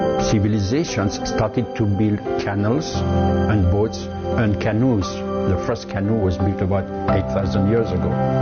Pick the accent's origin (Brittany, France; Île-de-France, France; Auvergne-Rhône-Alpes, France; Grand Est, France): Brittany, France; English is a second language; I am from Brittany, the western part of France. I was born in a family of maritime tradition.